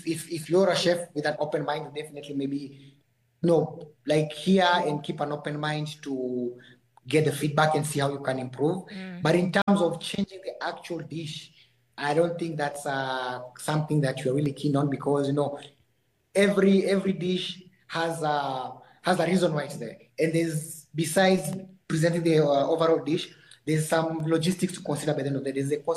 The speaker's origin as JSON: {"language": "English", "country": "Kenya", "lives_now": "Botswana"}